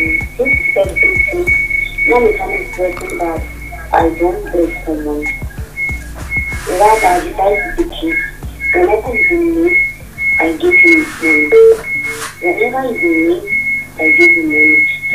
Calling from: Lamin, West Coast, Gambia; from Lamin.

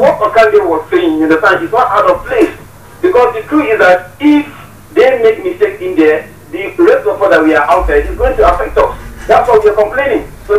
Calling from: Sudan; I'm calling from Sudan.

